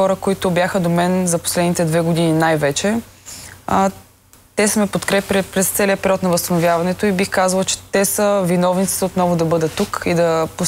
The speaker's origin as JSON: {"language": "Bulgarian", "town": "Plovdiv", "region": "Plovdiv Province", "country": "Bulgaria", "said": "предпочитам хубава компания с вкусна вечеря в Пловдив, откъдето съм аз."}